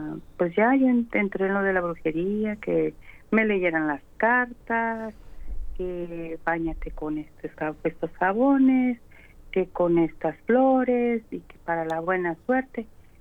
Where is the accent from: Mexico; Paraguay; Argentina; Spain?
Mexico; moved away as an adult; now in United States; me bautizaron, bendito sea Dios, como todo mexicano que lo bautizan, lo confirman y hice mi primera comunión.